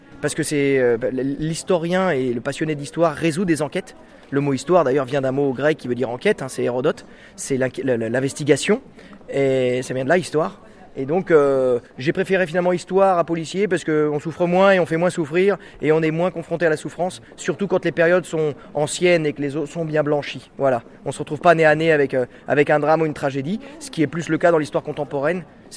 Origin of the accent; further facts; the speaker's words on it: Sablé-sur-Sarthe, Pays de la Loire, France; Mais moi, je me sens pas normand. À Alençon, j'y suis resté 6 mois. Moi, j'ai grandi à Sablé-sur-Sarthe.